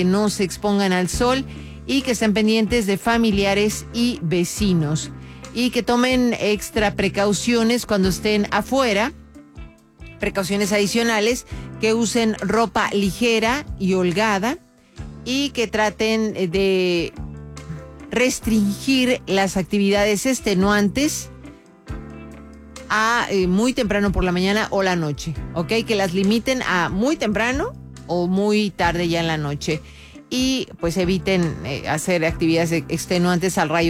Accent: Tijuana, Baja California, Mexico; Yo nací y crecí en Tijuana

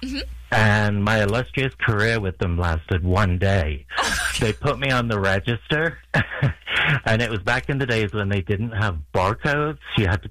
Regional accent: England, United Kingdom; now in Maricopa, United States; I grew up in England

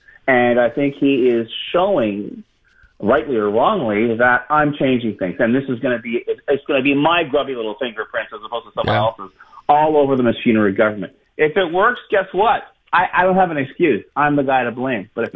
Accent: Montreal, Quebec, Canada; There was a time I really was proud to say I was from Montreal. There was a time I looked at Montreal and said, man, this is a great place. This is a mark. There is no other place like this on earth.

